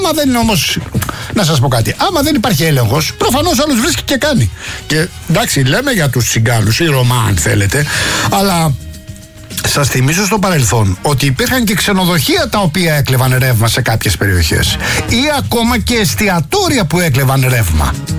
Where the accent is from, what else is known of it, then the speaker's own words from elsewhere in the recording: Rafina, Attica, Greece; με την ενεργοποίηση του δικτύου αποχέτευσης στη πατρίδα μου, στη Ραφίνα, αλλά και σε άλλες περιοχές